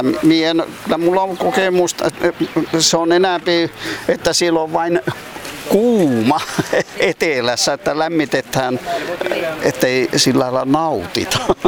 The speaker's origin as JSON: {"language": "Finnish", "town": "Kukkola", "region": "Norrbotten County", "country": "Sweden", "tie": "born or raised there", "said": "minä olen vain tästä kylästä lähtöisinkin"}